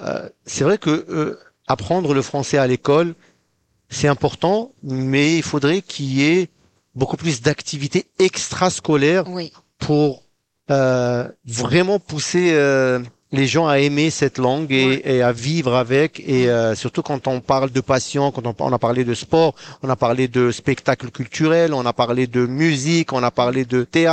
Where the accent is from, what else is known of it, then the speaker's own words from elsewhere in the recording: Manitoba, Canada; on est franco-manitobain